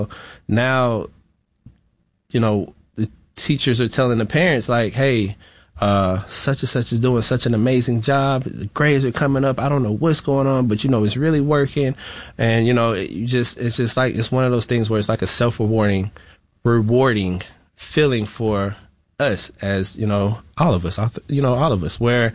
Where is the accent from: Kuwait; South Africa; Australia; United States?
United States; Florida; You know, I was raised in Florida.